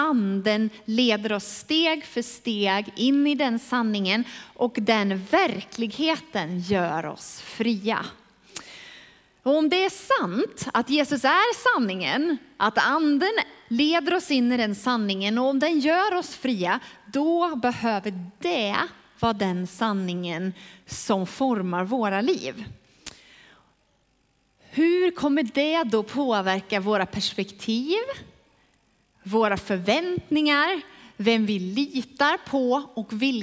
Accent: Falköping, Västra Götaland County, Sweden; jag har vuxit upp i Falköping

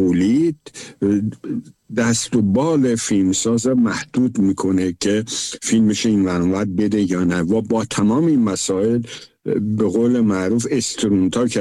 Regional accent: Iran; آره بابا، ما ترکیم. وقتی اینه گفتم ترکیم، این میدونم که تو شهر یه سری آدم ها هستن که سریع قلقلکشون میشه، آقا چه میدونم ترک و نمیدونم فلان، ولی ما ترکیم.

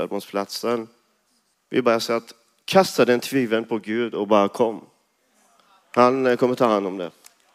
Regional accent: Alingsås, Västra Götaland County, Sweden; Jag kommer från Alingsås.

